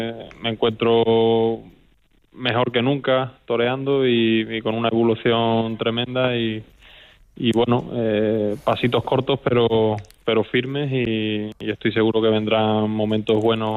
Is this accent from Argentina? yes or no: no; Extremadura, Spain; Y bueno, pues era un presente, ¿no? De mi tierra, de Extremadura y de España, pues para el Papa, ¿no?